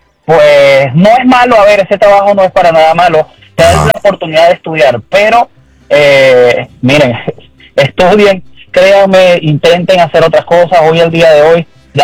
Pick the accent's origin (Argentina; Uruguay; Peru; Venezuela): Venezuela; moved away; soy venezolano.